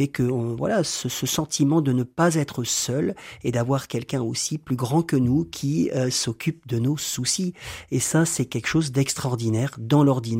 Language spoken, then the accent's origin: French; Roubaix, Hauts-de-France, France; born there; Je suis né à Roubaix.